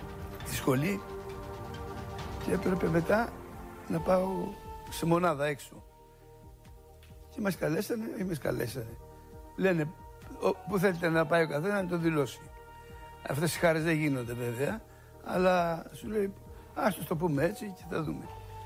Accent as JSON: {"language": "Greek", "town": "Oropos", "region": "Attica", "country": "Greece", "tie": "born or raised there", "moved": "as an adult", "said": "Το ξεκίνημά μου ήταν από το χωριό μου, τον Οροπό."}